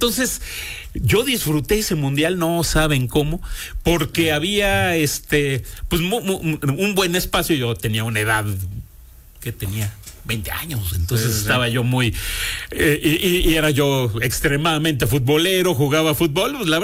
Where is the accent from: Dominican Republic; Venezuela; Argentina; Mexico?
Mexico; Pues que nosotros como mexicanos.